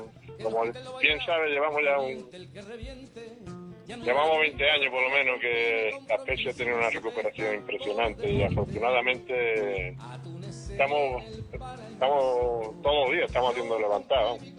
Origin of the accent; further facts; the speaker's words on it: Barbate, Andalusia, Spain; Y la verdad que en mi pueblo ha sido un éxito este año la feria. Un incremento de personas impresionante, vamos, como nunca.